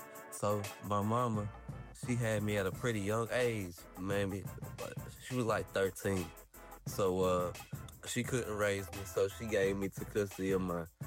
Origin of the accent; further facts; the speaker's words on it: South Carolina, United States; But I say that played a big part in just my environment coming up, growing up in South Carolina with no help, really.